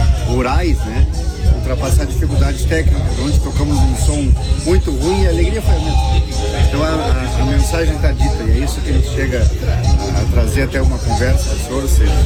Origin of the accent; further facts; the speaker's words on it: Bagé, Rio Grande do Sul, Brazil; Sou de Bagé.